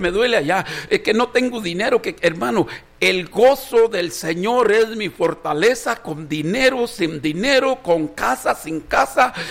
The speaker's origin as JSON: {"language": "Spanish", "country": "Mexico"}